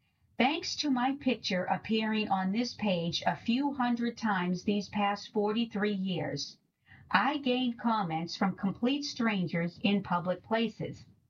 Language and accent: English; Cleveland, Ohio, United States; I'm from Cleveland, he managed to say. That's the first time I ever read anything good about my hometown.